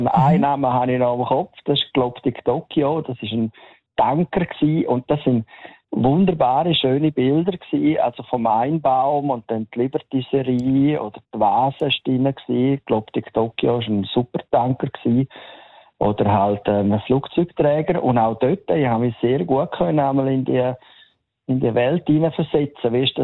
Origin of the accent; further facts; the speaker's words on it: Vättis, St. Gallen, Switzerland; ich bin in der Minz aufgewachsen und Bürger von Fettis, und dann ist das Drachenloch in der Nähe